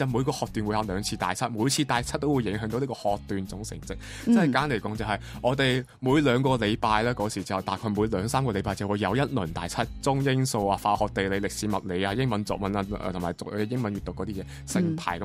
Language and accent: Cantonese; Macau; 我哋澳門人咧去內地高校咧